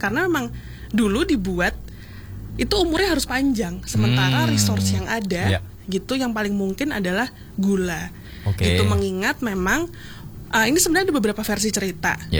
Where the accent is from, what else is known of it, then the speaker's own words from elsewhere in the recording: Jakarta, Indonesia; moved away as an adult; now in Yogyakarta, Indonesia; aku aslinya dari Jakarta mas yeah. gitu, mm-hmm. aku mencoba perspektif sebagai anak Jakarta